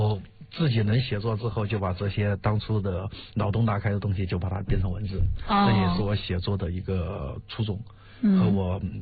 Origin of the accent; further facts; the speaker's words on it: China; 它还在我们中国人的生活里面。